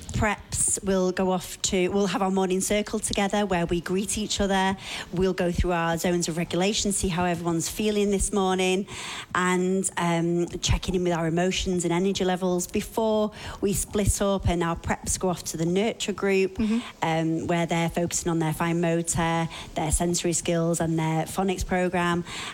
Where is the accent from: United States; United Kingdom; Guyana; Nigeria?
United Kingdom; England; moved away as an adult; also born or lived in Queensland; now in Hamilton, Australia; Yeah, so I'm originally from England. We've lived in Australia for about 12 months now. I was originally in Queensland, but we've come to Hamilton.